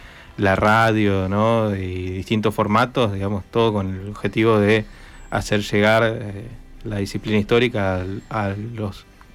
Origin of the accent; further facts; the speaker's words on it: Sastre, Santa Fe, Argentina; Yo soy de Sastres, provincia de Santa Fe